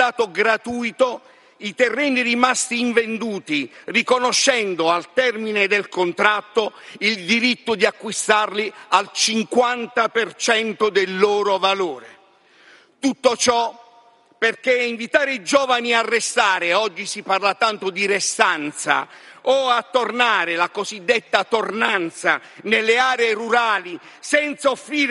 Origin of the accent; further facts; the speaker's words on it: Apulia, Italy; vengo dalla Puglia